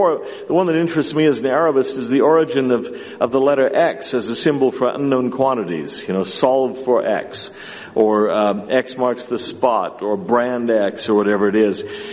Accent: California, United States; growing up in Southern California, I noticed there were a lot of places where there were tall palm trees lined up in double rows

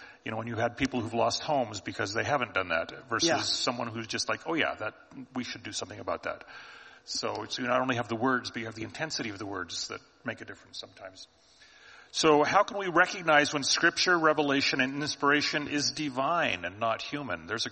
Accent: Redding, California, United States; I'm from Reading

